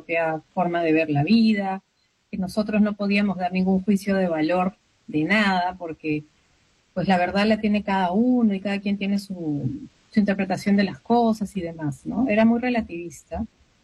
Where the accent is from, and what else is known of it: Quito, Pichincha, Ecuador; born or raised there